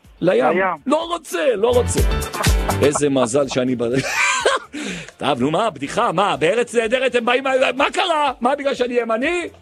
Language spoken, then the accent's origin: Hebrew; Jerusalem, Jerusalem District, Israel; כשהייתי ילד, הייתי גר ברחוב הנביאים, זה בסמוך למאה שערים